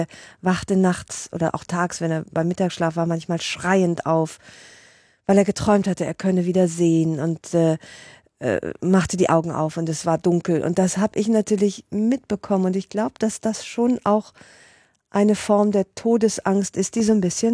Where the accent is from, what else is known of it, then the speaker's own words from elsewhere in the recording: Rhineland, Germany; ich bin ja Rheinländerin und Ungarin